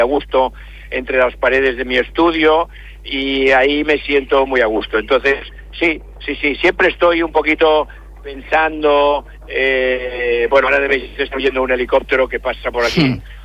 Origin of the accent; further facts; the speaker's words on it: Barcelona, Catalonia, Spain; also born or lived in Badalona; Yo nací en Badalona, pero vivo en Barcelona, sí, de toda la vida, sí.